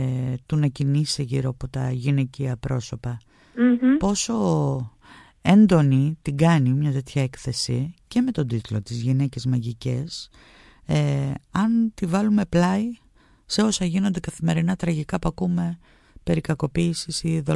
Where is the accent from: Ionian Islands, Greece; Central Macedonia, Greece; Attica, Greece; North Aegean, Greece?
Central Macedonia, Greece; Vergina; Είναι η έκθεση που εγκαινιάστηκε πριν λίγες μέρες στη Βεργίνα, στο χωριό μου